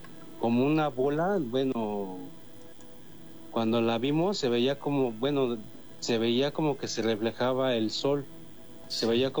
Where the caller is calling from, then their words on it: Ixtapaluca, State of Mexico, Mexico; Yo soy precisamente de Ixtapaluca, bueno, más precisamente del Cerro del Tejolote